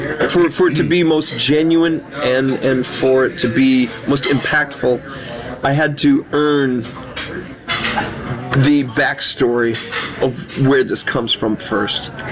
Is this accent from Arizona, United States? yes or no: yes; Phoenix, Arizona, United States; moved away as an adult; now in Las Vegas, United States; I'm from Phoenix, Scottsdale, Tempe area.